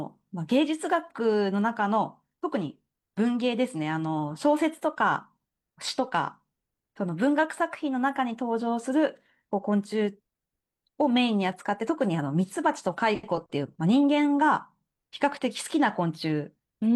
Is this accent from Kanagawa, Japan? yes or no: yes; Yokohama, Kanagawa, Japan; 私は出身が横浜なので、そんなに自然が豊かな場所ではなかったんですけど